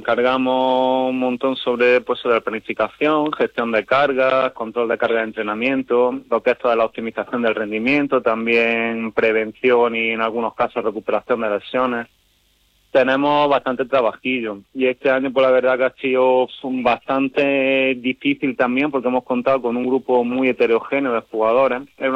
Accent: El Ejido, Andalusia, Spain; Ver el equipo de mi ciudad, el equipo de mi tierra, donde también he tenido la suerte de trabajar

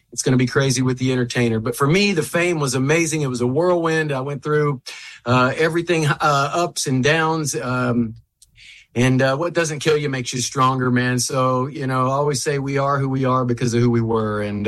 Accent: United States; that shows you the pride of being an American and proud to be born and raised here.

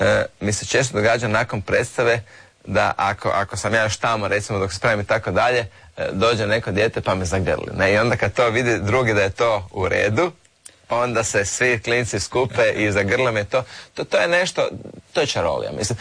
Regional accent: Croatia; Međutim, nisu baš bili samo američki, ja sam iz Hrvatske.

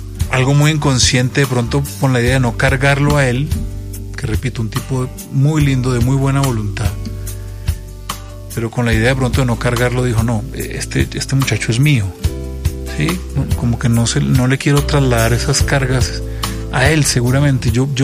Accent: Ibagué, Tolima, Colombia; Pero es que yo recuerdo de niño estar en Ibagué y ver un avión en el cielo y decir... Ese es mi papá.

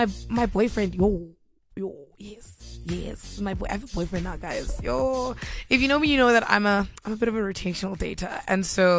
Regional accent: South Africa; And as a South African

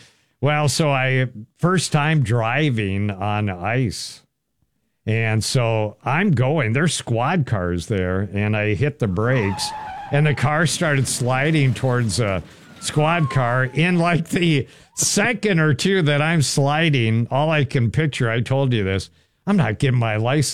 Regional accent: Wilmer, United States; So I grew up in Wilmer.

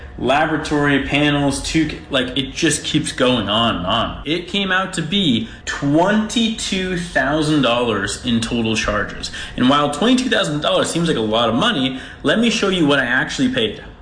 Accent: United States; I am an American without health insurance.

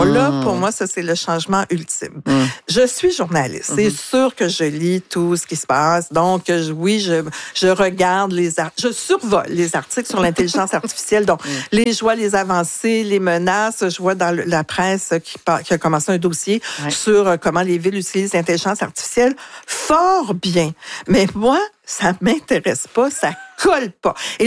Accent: Quebec, Canada; Alors donc, en tant que Québécois, ça devrait pas m'intéresser la piscine.

